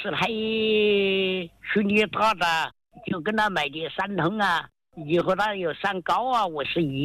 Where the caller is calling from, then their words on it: Tianmen, Hubei, China; 我是天门市福子山的。